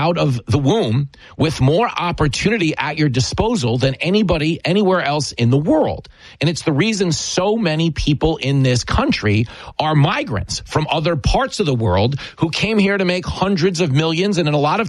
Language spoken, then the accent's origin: English; Levittown, New York, United States; I grew up in Levittown, New York, out on Long Island, not to be confused with Levittown, Pennsylvania